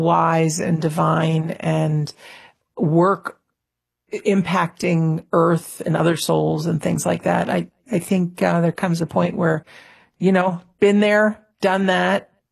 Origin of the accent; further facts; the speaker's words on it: Connecticut, United States; also born or lived in Massachusetts; now in Rhode Island, United States; I am in the little state of Rhode Island. Now, I have family back in Minnesota, I do, and way back when there were people in Wisconsin on my mother's side, but I grew up in Connecticut, born in Massachusetts, currently reside.